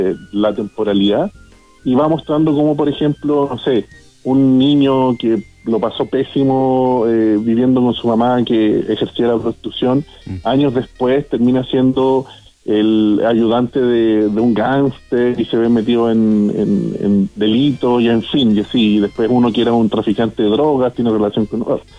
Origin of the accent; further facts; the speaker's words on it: Los Andes, Valparaíso, Chile; Sí, soy de los Andes, sí, justamente.